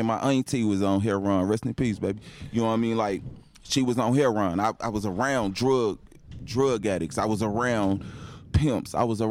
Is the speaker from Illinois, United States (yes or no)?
yes; Chicago, Illinois, United States; I come from Chicago